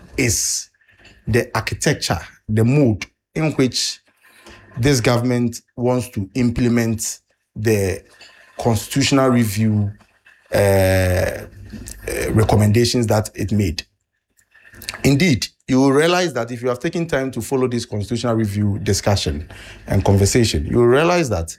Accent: Ghana

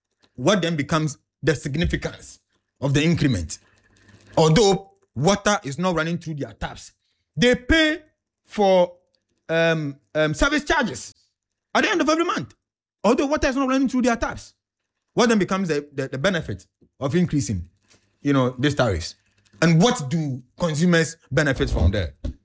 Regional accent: Ghana; me being a Ghanaian

